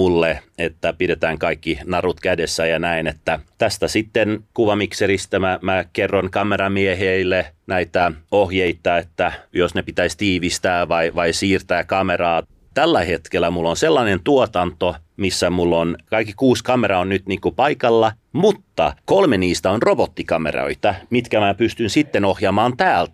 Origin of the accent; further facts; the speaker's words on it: Afghanistan; Finnish is a second language; now in Finland; kun mä olin siellä 70- ja 80-luvulla lapsena Afganistanissa